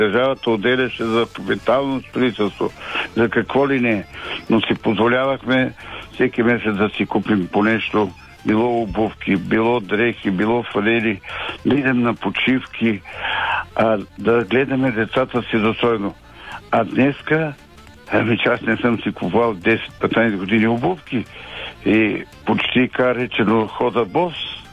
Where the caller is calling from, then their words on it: Teteven, Lovech Province, Bulgaria; съм от Тетевен